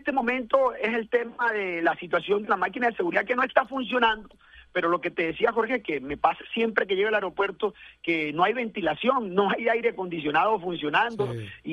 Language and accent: Spanish; Barranquilla, Atlántico, Colombia; como barranquillero, como atlanticense